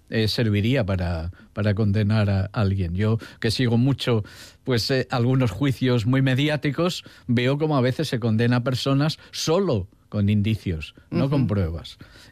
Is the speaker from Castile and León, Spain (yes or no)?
yes; Zamora, Castile and León, Spain; Allí vivía, en Zamora, donde yo me crié